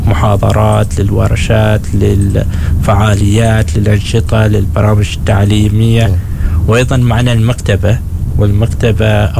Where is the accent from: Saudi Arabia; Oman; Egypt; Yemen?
Oman; نحن كعمانيين مفترض أن نسارع إليه نشوف إيش فيه، نفتخر بتاريخنا نفتخر بمنجزاتنا.